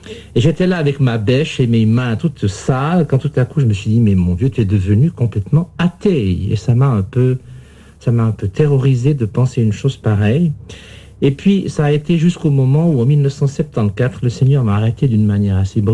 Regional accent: Yverdon, Vaud, Switzerland; born there

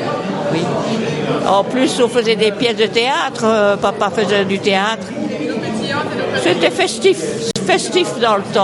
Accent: Rochefort, Nouvelle-Aquitaine, France; Nous sommes originaires de Rochefort, la commune de Rochefort, et c'est là que papa a remonté toutes des sections.

